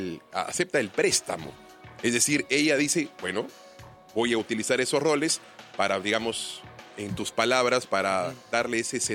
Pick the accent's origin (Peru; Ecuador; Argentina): Peru; Ayacucho; el gobierno regional de Ayacucho, que además es mi tierra.